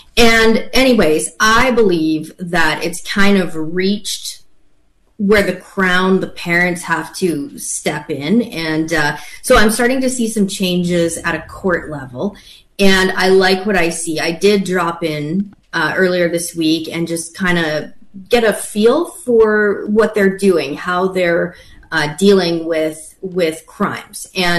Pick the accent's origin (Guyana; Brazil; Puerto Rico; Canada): Canada; now in Arizona, United States; I am a Canadian